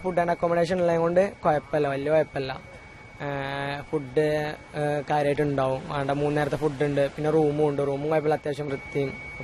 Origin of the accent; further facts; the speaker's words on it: Nilambur, Kerala, India; now in Kochi, India; Nilambur.